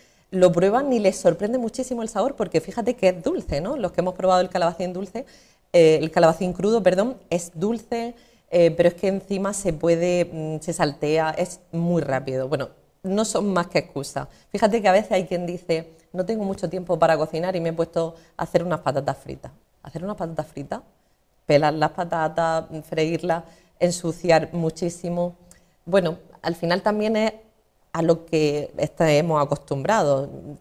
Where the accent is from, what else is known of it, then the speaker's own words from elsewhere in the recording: La Noria, Andalusia, Spain; yo vengo de una pedanía de Ejido, de La Noria.